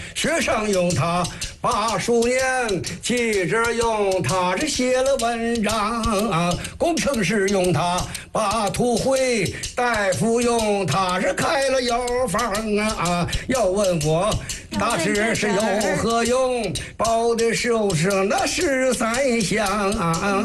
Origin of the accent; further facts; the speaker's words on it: Qiqihar, Heilongjiang, China; 天津人不知道我是齐齐哈尔人，